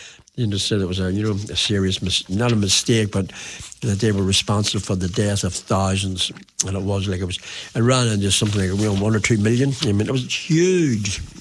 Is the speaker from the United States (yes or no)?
no; Northern Ireland, United Kingdom; I come from Northern Ireland, as you can tell, and it was forbidden. You know, I remember growing up and Irish was not allowed to be spoken.